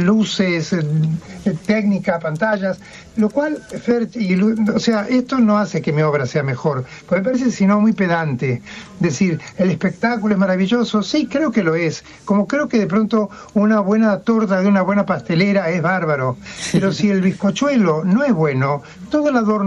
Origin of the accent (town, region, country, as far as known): Argentina